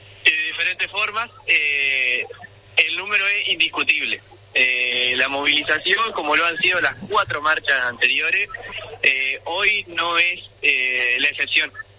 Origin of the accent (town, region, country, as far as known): Argentina